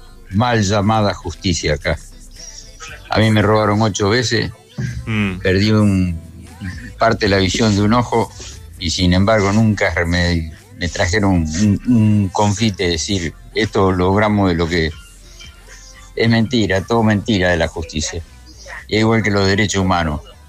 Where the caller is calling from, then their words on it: Granadero Baigorria, Santa Fe, Argentina; de Baigorria.